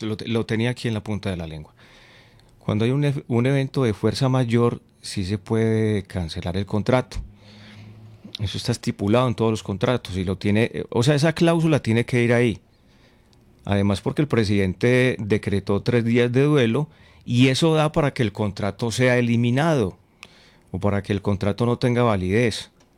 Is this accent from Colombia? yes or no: yes; Concordia, Antioquia, Colombia; born there; yo felicito a la alcaldesa de mi pueblo de Concordia